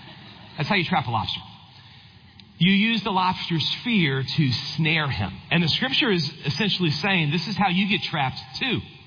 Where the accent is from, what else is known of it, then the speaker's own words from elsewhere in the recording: Louisiana, United States; I grew up in South Louisiana, in a bayou right by our house